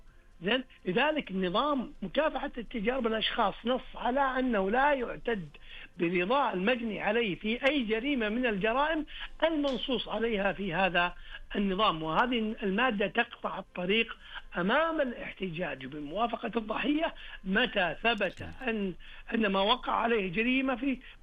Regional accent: Saudi Arabia; الطفل عندنا في المملكة العربية السعودية حتى يبلغ 18 من عمره.

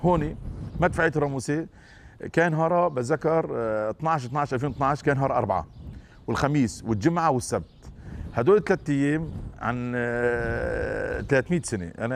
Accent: Iraq; هيك يعني إنه أنا من صلاح الدين وإلى آخره.

